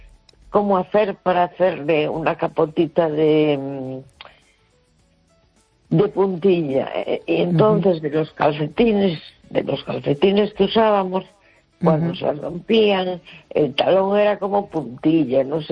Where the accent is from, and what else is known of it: A Coruña, Galicia, Spain